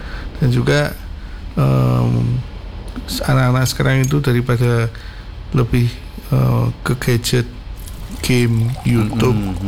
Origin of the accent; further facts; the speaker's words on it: Java, Indonesia; kita itu orang Jawa